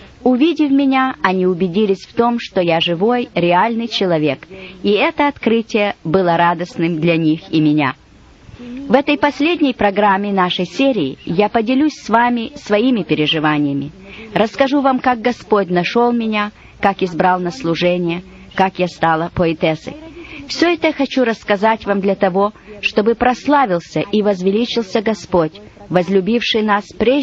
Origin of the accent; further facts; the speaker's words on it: Donbas, Ukraine; born there; Я родилась в России, в Донбассе, в тени дымящихся терриконов угольных шахт.